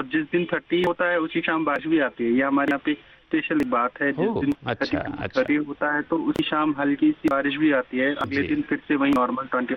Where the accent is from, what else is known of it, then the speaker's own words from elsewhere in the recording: Jammu and Kashmir, India; तो हम कश्मीरी लोग भी जैसे आपके वहाँ पे आते हैं घूमने, हम भी यहाँ पे घूमने निकलते हैं बच्चों के साथ।